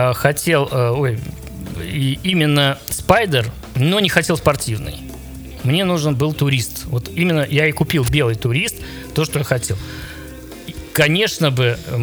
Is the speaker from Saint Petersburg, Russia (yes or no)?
yes; Saint Petersburg, Russia; Слушай, во-первых, я ленинградец, да. Я очень люблю наш город.